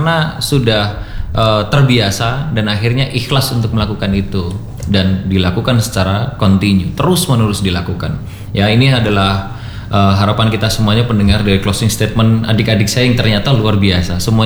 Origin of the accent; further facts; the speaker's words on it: Java, Indonesia; sebagai orang Jawa, termasuk saya ya